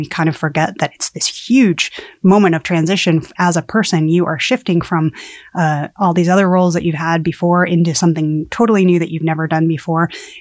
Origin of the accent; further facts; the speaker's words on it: Colorado, United States; I hail from Colorado originally